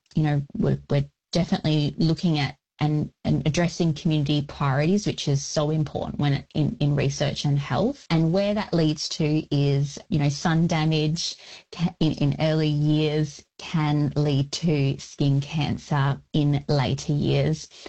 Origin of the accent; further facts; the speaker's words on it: Bunbury, Western Australia, Australia; Wilman Noongar woman. So Noongar from the southwest region of Western Australia. I was actually born and raised on Wadandibudja, which is down in the Goomberup, which is Bunbury region of Noongar country.